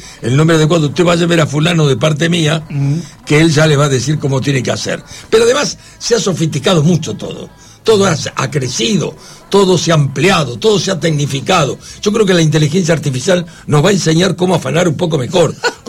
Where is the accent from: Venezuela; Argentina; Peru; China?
Argentina; Somos geniales, somos espectaculares, somos argentinos.